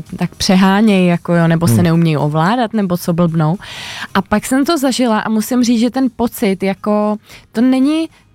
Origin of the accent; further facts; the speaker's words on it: Prague, Czechia; Já jsem celoživotně Praha 6.